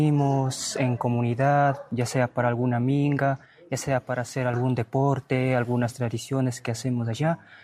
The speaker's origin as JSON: {"language": "Spanish", "town": "Cochaloma Totorillas", "region": "Chimborazo", "country": "Ecuador", "first_language": "Kichwa", "second_language": "Spanish", "said": "soy de Ecuador, soy de la comunidad Cochaloma Totorillas, que pertenece al cantón Huamote y la provincia de Chimborazo. Nuestro idioma es el quichua puruá."}